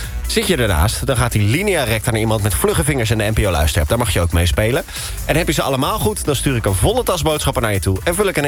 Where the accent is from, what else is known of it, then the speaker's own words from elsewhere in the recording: Vlaardingen, South Holland, Netherlands; ik kom uit Vlaardingen.